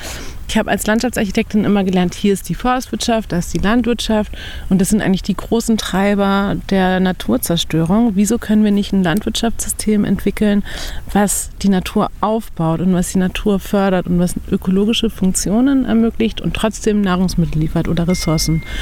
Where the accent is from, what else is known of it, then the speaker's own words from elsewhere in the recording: Berlin, Germany; also born or lived in Chile / Colombia; Ich habe in Chile meine Doktorarbeit geschrieben, ich habe in Kolumbien lange gelebt. Also ich bin in Berlin groß geworden, aber war dann wirklich lange in der Welt unterwegs.